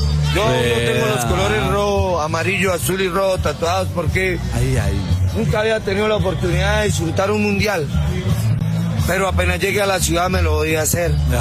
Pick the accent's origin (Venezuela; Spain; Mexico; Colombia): Colombia; Villa del Rosario, Norte de Santander; soy de las Barras Bravas de mi ciudad. Soy de las Sarnas de Villa del Rosario.